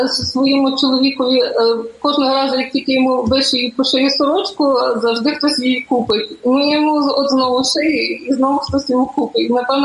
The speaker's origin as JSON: {"language": "Ukrainian", "region": "Lviv Oblast", "country": "Ukraine", "said": "я, наприклад, з Львівської області, мені більше до вподоби, до душі моя львівська."}